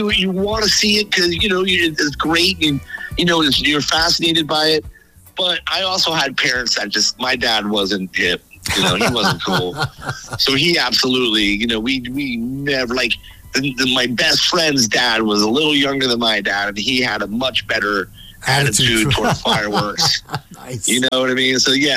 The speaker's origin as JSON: {"language": "English", "town": "Pacifica", "region": "California", "country": "United States", "tie": "born or raised there", "said": "And I grew up in Pacifica"}